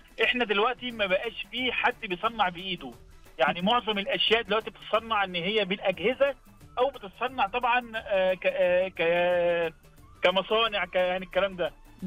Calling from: Egypt

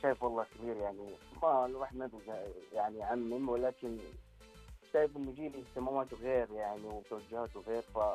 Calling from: Jeddah, Makkah Province, Saudi Arabia; من عروس البحر.

